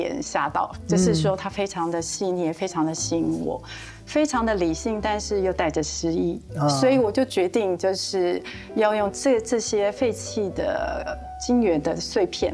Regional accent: Hsinchu, Taiwan; born there; 我出生在新竹这个以科技闻名的一个城市

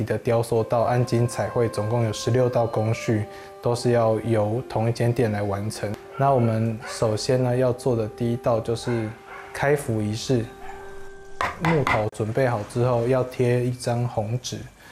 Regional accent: Lukang, Changhua County, Taiwan; 好险是生长在鹿港，因为从小在那个环境的熏陶

